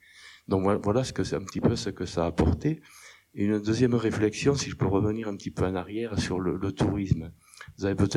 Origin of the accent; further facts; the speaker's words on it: Clermont-l'Hérault, Occitanie, France; born there; mon grand-père habitait Clermont-l'Hérault, mes grands-parents. Et moi, j'étais pas d'Octon, mais bon, j'étais né à Clermont.